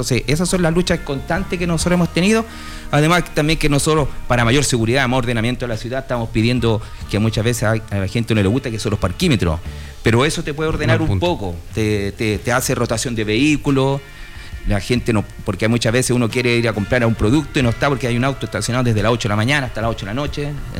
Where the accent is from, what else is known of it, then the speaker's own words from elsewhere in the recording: San Felipe, Valparaíso, Chile; born there; also born or lived in Panquehue; Nací en Panquehue.